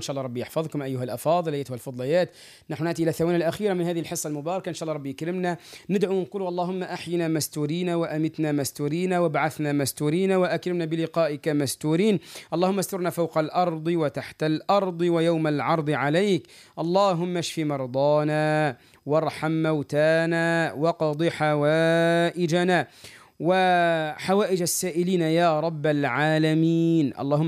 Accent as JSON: {"language": "Arabic", "country": "Tunisia", "said": "وربي يحفظنا ويحفظ بلادنا تونس، يحفظ جيشها وشعبها وأمنها"}